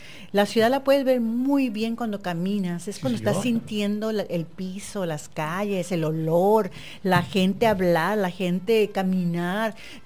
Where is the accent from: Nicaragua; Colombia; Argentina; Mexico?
Mexico; Tijuana, Baja California; sí, soy de Tijuana.